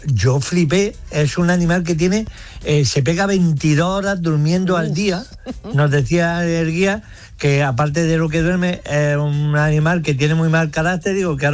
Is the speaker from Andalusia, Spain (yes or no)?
yes; Jaén, Andalusia, Spain; mi tierra, en Jaén